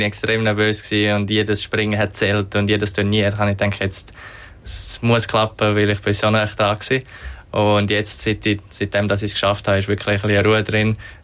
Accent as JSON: {"language": "German", "country": "Switzerland"}